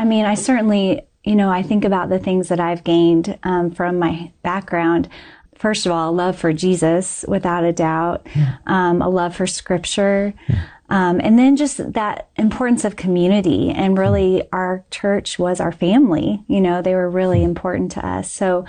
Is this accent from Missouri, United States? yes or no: yes; Springfield, Missouri, United States; So, so I grew up in Springfield, Missouri. We went to the Church of Christ my entire childhood, never went to any other church.